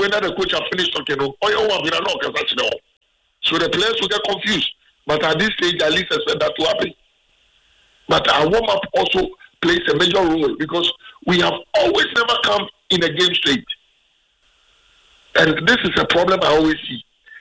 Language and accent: English; Ghana; And as a coach, as a Ghanaian.